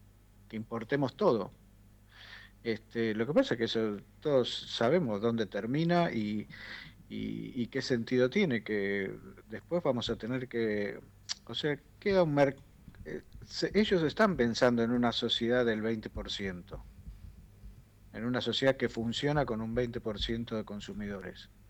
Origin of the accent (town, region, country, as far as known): Argentina